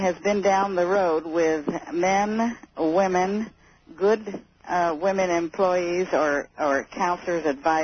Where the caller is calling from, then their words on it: Pahrump, Nevada, United States; also born or lived in Honolulu, United States; from Pahrump.